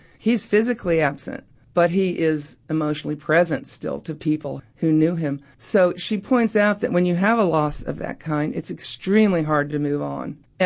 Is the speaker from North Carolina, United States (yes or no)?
no; Oak Ridge, Tennessee, United States; the geography part comes from my home where I grew up in East Tennessee. I grew up in Oak Ridge, and then going to Africa